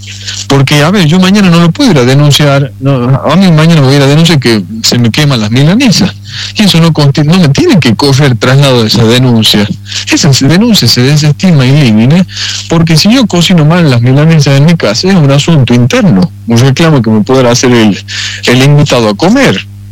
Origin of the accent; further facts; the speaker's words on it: Chilecito, La Rioja, Argentina; es un modo de transmitirle a mi tierra, a los chilesiteños y a las chilesiteñas